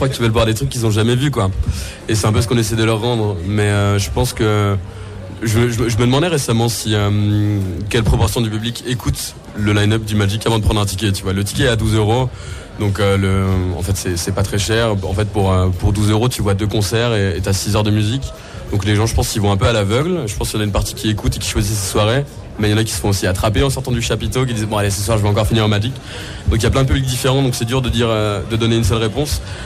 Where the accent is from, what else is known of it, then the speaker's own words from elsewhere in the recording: Nancy, Grand Est, France; now in Brussels, Belgium; chez nous à Nancy